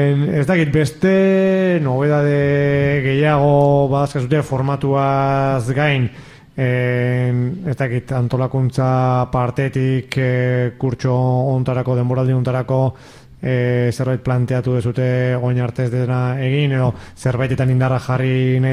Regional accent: Zarautz, Basque Country, Spain; Zarauztar askok bizi izan duguna txikitan

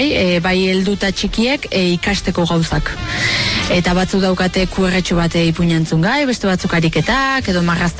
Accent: Legorreta, Basque Country, Spain; Legorretatik nator, Gipuzkoatik

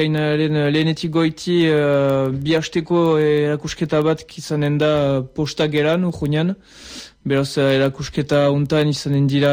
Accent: Urrugne, Nouvelle-Aquitaine, France

